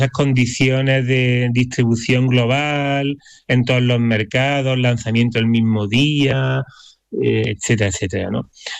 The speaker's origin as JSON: {"language": "Spanish", "town": "Córdoba", "region": "Andalusia", "country": "Spain", "said": "también soy de Córdoba"}